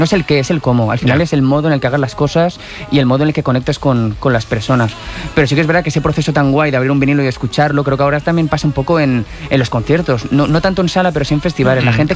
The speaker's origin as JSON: {"language": "Spanish", "region": "Valencian Community", "country": "Spain"}